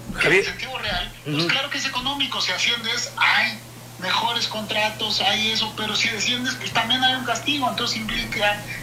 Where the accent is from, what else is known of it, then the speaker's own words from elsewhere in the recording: Veracruz, Mexico; Ahora, como buen veracruzano, pues claro que me encantaría ver al Tiburón otra vez.